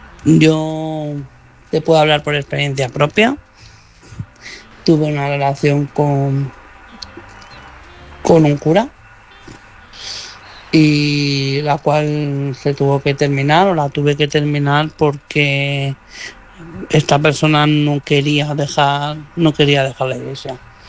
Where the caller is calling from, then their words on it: Madrid, Community of Madrid, Spain; de Madrid.